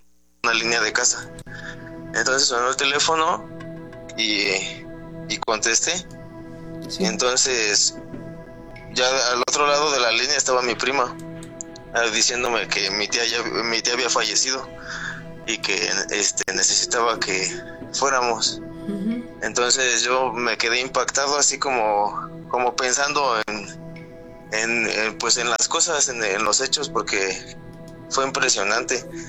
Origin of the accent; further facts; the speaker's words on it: Mexico City, Mexico; Yo soy de la Ciudad de México, Iztapalapa.